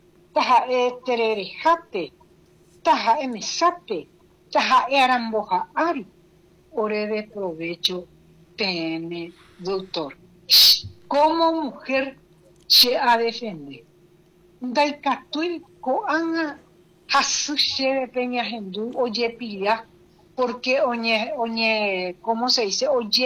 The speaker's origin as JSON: {"language": "Spanish", "country": "Paraguay", "said": "Como mamá, como paraguaya."}